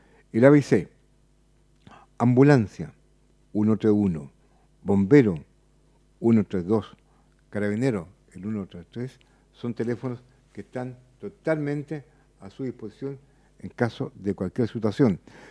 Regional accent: Chile

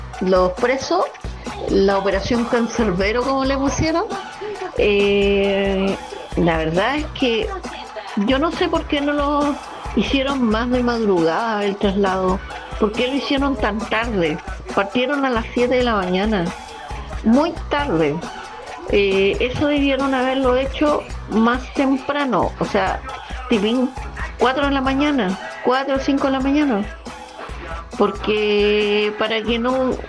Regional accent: Viña del Mar, Valparaíso, Chile; born there; yo soy Viña Marina, o sea, soy nacida acá en Viña

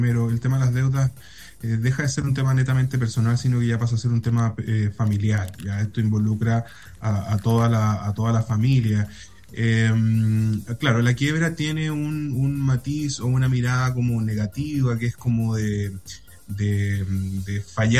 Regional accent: Viña del Mar, Valparaíso, Chile; also born or lived in Villa Alemana; nosotros partimos en la quinta región, nosotros somos de Viña. Bueno, yo precisamente tengo mi corazón dividido entre Villa Alemana y Viña del Mar. Estudié en Valparaíso

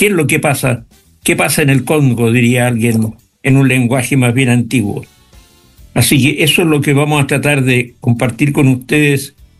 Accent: Chile

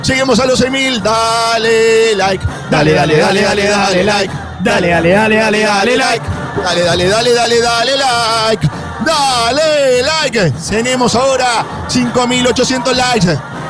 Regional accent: Argentina

